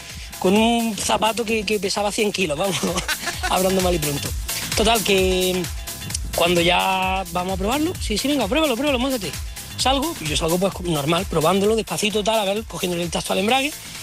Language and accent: Spanish; Jaén, Andalusia, Spain; soy de Jaén y os cuento la experiencia